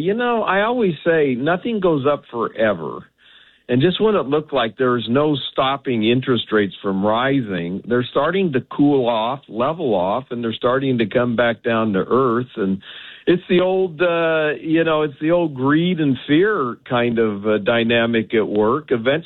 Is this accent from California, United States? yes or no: yes; San Diego, California, United States; a big aircraft carrier just left San Diego, California, my hometown